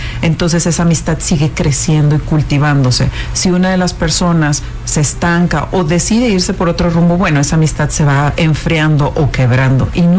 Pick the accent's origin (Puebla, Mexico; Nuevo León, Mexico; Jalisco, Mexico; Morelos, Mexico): Nuevo León, Mexico; Monterrey; accent: norteño; moved away as an adult; also born or lived in Mexico City / Villahermosa; tuve que bajar mi ritmo y mi tono tan golpeado que tenemos en el norte. Yo soy regia, regia, y se me nota hasta el hueso.